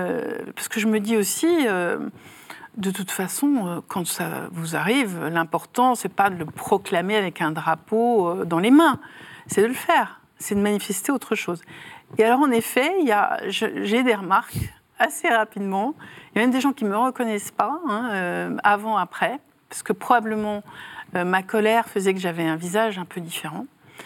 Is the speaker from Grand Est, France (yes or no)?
yes; Nancy, Grand Est, France; toute cette société bourgeoise qui, à Nancy, ma ville natale, qui prétendait être catholique